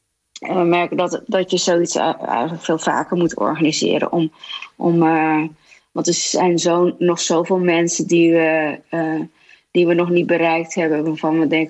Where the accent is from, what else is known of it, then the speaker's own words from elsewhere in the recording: Netherlands; ik ben in Nederland opgegroeid en ging hier naar de lagere school en de middelbare school